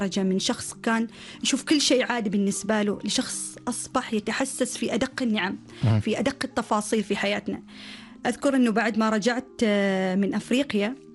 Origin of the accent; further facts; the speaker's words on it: Oman; إحنا بحكم أنه كعمانيين أصلاً عندنا كثير من الصفات والقيم